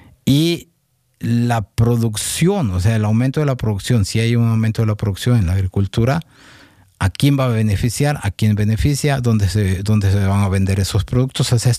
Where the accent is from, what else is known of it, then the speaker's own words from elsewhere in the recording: Mexico; Y como mexicano también habrá que preguntarse